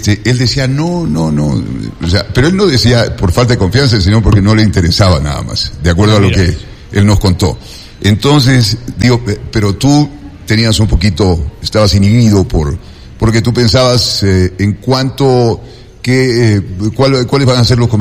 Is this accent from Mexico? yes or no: no; Ecuador; Los ecuatorianos somos muy especiales